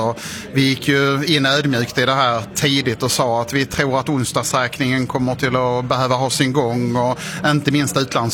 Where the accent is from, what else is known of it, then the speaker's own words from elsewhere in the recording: Helsingborg, Skåne, Sweden; Ja, men det är klart att jag är helsingborgare och det är helsingborgarnas vardag som är mitt huvudfokus.